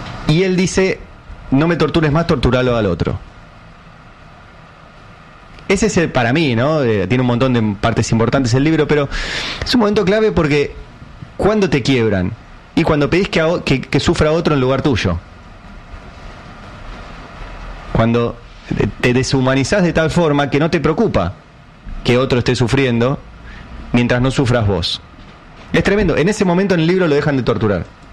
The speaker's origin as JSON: {"language": "Spanish", "region": "Buenos Aires", "country": "Argentina", "said": "Los únicos privilegiados en Argentina somos los porteños"}